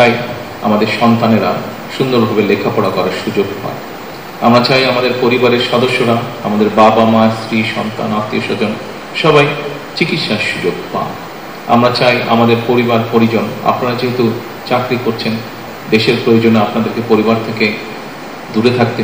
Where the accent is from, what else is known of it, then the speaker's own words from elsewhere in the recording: Bangladesh; ছোটবেলা থেকে এখানে বড় হয়েছি